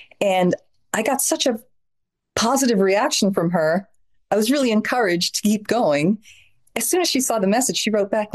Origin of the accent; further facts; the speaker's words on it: New Orleans, Louisiana, United States; And they didn't have that sense that I grew up with in New Orleans of an enormous sprawling family and very clear lineage.